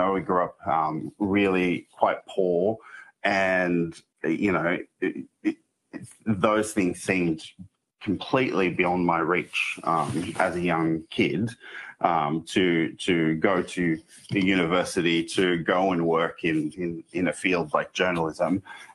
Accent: Bourke, New South Wales, Australia; And I remember Stan Grant was kind of one of the only, blackfellas that I saw on television growing up in Bourke.

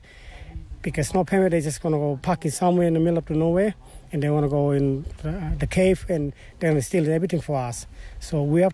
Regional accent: Gunbalanya, Northern Territory, Australia; I was born in Darwin. I grew up in Kumbalanya, but my homeland is Meningwere

